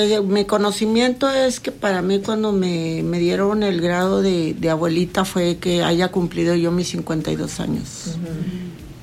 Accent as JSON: {"language": "Spanish", "town": "Gómez Palacio", "region": "Durango", "country": "Mexico", "tie": "born there", "said": "como lagunera, yo soy nacida de Gómez Palacio, Durango. De Santa Rosa de Lima, Gómez Palacio del Durango. Mi papá, mestizo"}